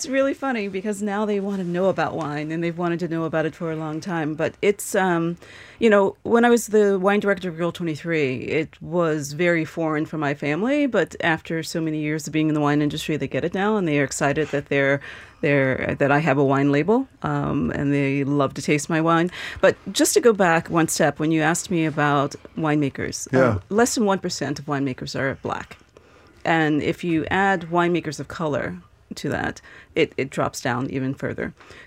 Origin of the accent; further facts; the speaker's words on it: Chicago, Illinois, United States; moved away as an adult; now in Boston, United States; I first moved to Boston. I'm from Chicago in 91